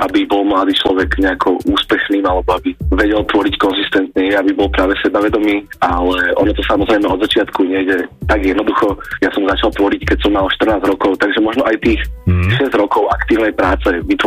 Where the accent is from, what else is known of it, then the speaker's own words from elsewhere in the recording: Trnava, Trnava Region, Slovakia; Mám 20 rokov a pochádzam z Trnavy